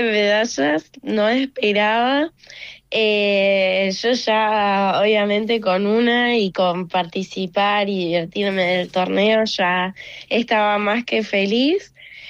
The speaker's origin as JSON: {"language": "Spanish", "town": "San Martín", "region": "Buenos Aires Province", "country": "Argentina", "said": "Yo soy de Buenos Aires, de San parte? Martín."}